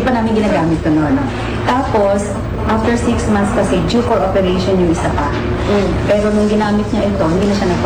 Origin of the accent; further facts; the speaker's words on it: Cagayan Valley, Philippines; now in Quezon City, Philippines; I'm 62, going 63 years old. I'm from Isabela, Tubong Isabela, but I'm now based in Quezon City.